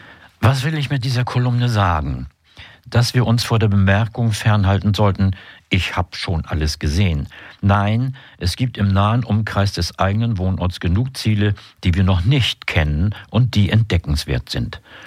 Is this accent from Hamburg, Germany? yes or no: no; Lübeck, Schleswig-Holstein, Germany; Ich bin in Lübeck geboren und aufgewachsen.